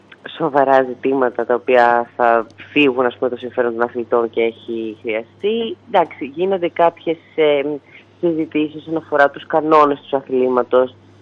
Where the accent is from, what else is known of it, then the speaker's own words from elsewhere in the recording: Athens, Attica, Greece; Ζω στην Αθήνα, να φανταστείτε. Μεγάλωσα βασικά στην Αθήνα.